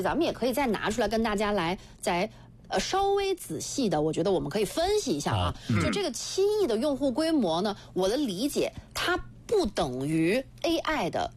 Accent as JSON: {"language": "Chinese", "country": "China", "said": "我想跟大家回忆几个我们中国人非常熟悉的新东西。"}